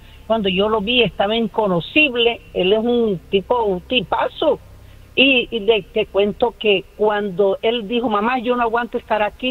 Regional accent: Caribbean coast, Colombia; soy colombiana, soy de la costa, igual que ustedes.

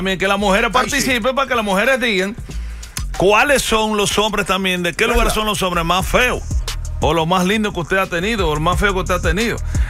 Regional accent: Dominican Republic; now in United States; nosotros, dominicanos

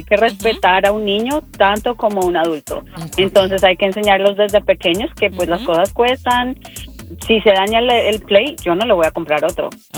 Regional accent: Colombia; Colombia.

